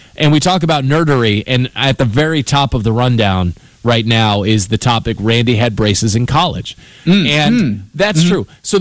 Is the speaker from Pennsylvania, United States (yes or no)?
no; Virginia, United States; I'd say Virginia